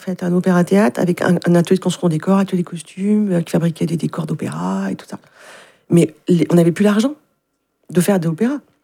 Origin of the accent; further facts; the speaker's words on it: Le Mans, Pays de la Loire, France; moved away as an adult; also born or lived in Alençon / Auxerre / Besançon; Moi, je suis originaire je suis née au Mans. Et donc, j'ai été baignée, j'ai été éduquée par le Repas Jazz Festival.